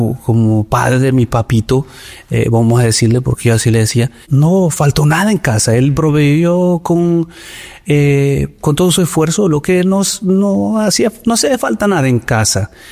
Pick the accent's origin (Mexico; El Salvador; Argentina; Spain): El Salvador; born there; Yo nací en El Salvador, en una familia muy, muy fuerte